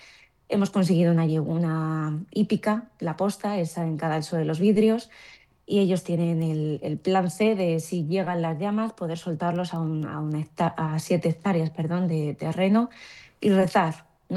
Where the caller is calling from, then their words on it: El Tiemblo, Castile and León, Spain; yo soy vecina del Tiemblo